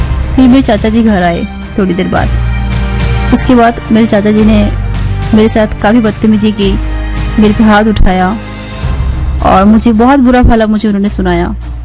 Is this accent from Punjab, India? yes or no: no; Kanpur, Uttar Pradesh, India; now in Delhi, India; और मैं कानपुर की रहने वाली हूँ।